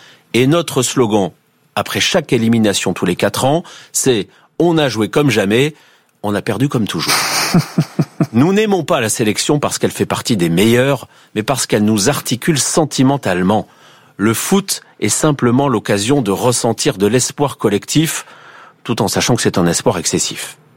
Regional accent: France; chez nous, en France.

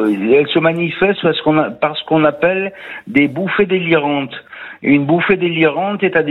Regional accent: Grenoble, Auvergne-Rhône-Alpes, France; moved away as an adult; now in Lyon, France; je suis originaire de Grenoble, mais je suis arrivé à Lyon après le service militaire pour travailler

